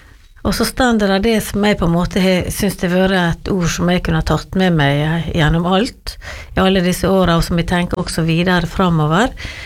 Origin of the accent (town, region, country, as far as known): Giske, Møre og Romsdal, Norway; born or raised there